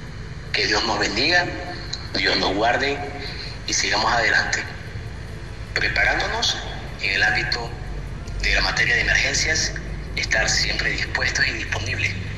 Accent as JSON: {"language": "Spanish", "town": "Machiques", "region": "Zulia", "country": "Venezuela", "tie": "born or raised there", "moved": "as an adult", "lives_now": "Spain", "said": "Y desde aquí, desde España, hacia Machiques, mi tierra natal, que me vio crecer, me vio salir adelante, graduarme, siempre lo llevo en mi corazón. Me siento muy orgulloso de pertenecer, de decir, soy perijanero."}